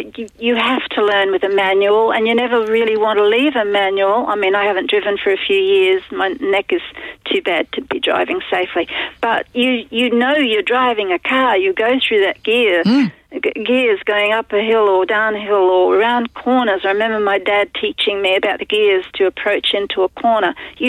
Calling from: Strathpine, Queensland, Australia; In Queensland, Strathpine, just over a little river from the last Brisbane suburb would be Bald Hills. That's the closest to us.

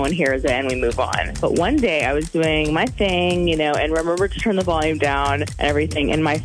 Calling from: Madison, Wisconsin, United States; I'm from Madison

